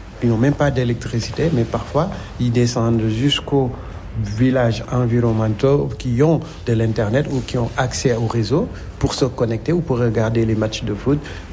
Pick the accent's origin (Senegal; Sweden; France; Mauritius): Senegal; born there; pourtant je suis né au Sénégal